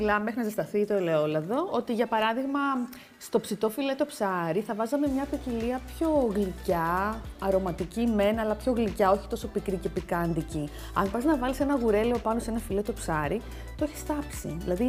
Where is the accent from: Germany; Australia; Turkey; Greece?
Greece; Peloponnese; από τη Μεσσηνία που είναι και η πατρίδα μου.